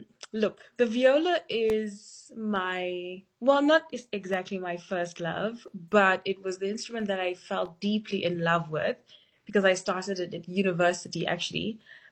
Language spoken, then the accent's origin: English; South Africa; being somebody of my age, being a South African.